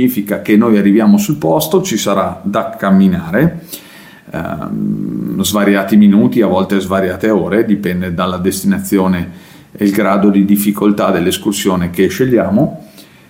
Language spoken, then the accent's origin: Italian; Trentino-Alto Adige/South Tyrol, Italy; è un po' la mia esperienza maturata negli ultimi anni, in quanto io sono dell'Alto Adige.